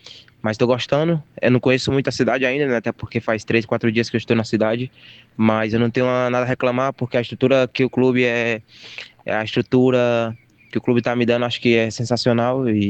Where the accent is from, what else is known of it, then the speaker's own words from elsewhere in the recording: Northeast Region, Brazil; moved away; also born or lived in Spain; eu passei 4 anos ali na Espanha, eu acho que eu já me adaptei um pouco, né? Sou do Nordeste, ele é acostumado com o calor